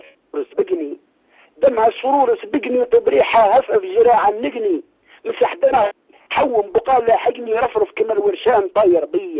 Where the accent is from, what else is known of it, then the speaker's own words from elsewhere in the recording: Tozeur Governorate, Tunisia; born there; نمدح جريد العز عز الغاية على حبة ثرى جنوبية حياة أهلي وناسي ومدحت أرض جدود مسقط راسي